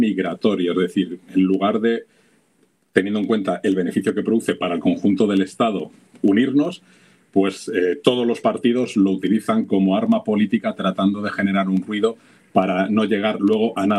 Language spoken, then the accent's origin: Spanish; Spain; yo como ciudadano español y votante